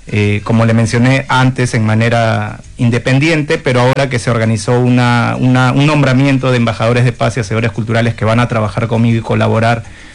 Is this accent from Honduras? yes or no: no; Lima, Peru; Y bueno, yo soy de Lima, Perú, y tengo una fundación que constituí jurídicamente hace 5 meses, pero yo ya vengo trabajando de manera independiente con esta fundación, y básicamente aquí en Argentina he estado en diferentes escuelas